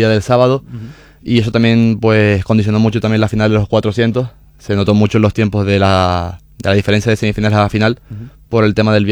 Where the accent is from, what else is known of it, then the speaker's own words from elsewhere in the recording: Canary Islands, Spain; estaba apuntado en el Juventud Laguna de Fútbol por hacer algo al lado de mi barrio. Yo soy el Camino de las Peras, la zona de la Manzanilla